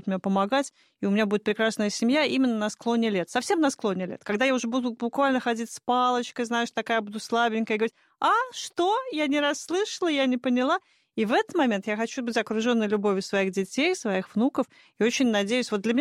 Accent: Moscow, Russia; Мы все вот москвичи стараемся.

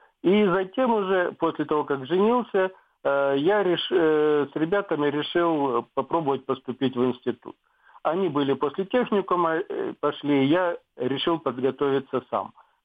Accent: Crimea, Ukraine; Добрый вечер … из Крыма.

